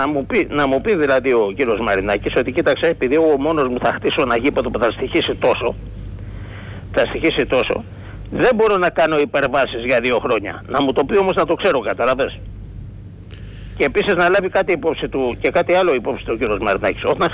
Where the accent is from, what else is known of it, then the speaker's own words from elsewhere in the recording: Piraeus, Attica, Greece; από Πειραιά.